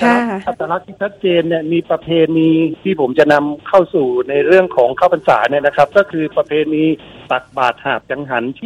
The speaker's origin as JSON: {"language": "Thai", "area": "Tron District", "region": "Uttaradit", "country": "Thailand", "said": "มาตั้งถิ่นฐานตามลำน้ำปัจจุบันของเราเนี่ยอยู่ริมแม่น้ำน่านนะครับอยู่ที่ตำบลหาดสองแควอำเภอตรอนจังหวัดอุตรดิตถ์"}